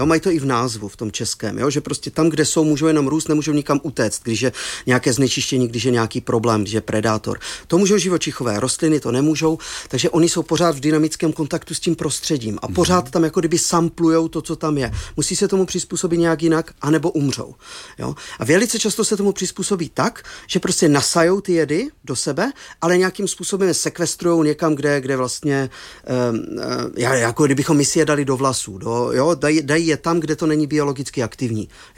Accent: Moravian-Silesian Region, Czechia; Třeba právě u nás v Moravskoslezském kraji, kousek od Ostravy

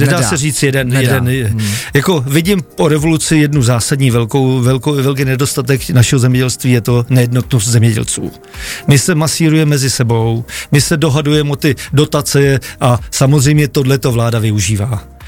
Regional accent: Prague, Czechia; já jsem kluk z Prahy, který jsem narodil v Praze, měl jsem rodiče v Praze

